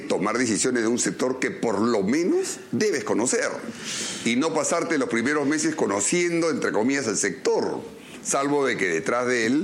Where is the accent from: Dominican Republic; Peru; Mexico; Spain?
Peru